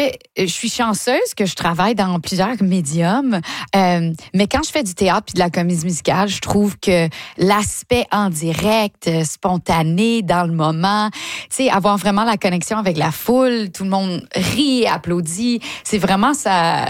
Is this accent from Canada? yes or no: yes; Ontario, Canada; accent: Franco-Ontarian; Un peu plus franco-ontarienne.